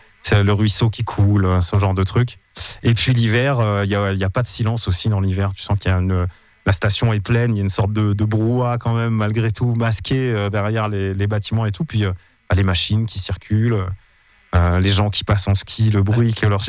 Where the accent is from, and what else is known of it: Val d'Isère, Auvergne-Rhône-Alpes, France; born or raised there